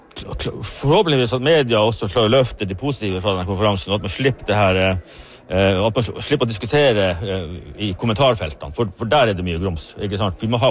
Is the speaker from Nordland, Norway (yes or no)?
no; Finnmark, Norway; Vi blir færre og færre I Finnmark. Vi snart på rødliste, og vi også som finnmarkinger.